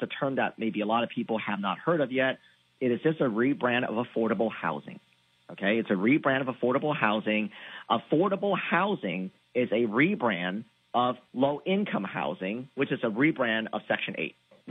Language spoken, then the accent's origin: English; California, United States; I mean, I'm from California, so I've seen this over the course of, 20, 25 years ago.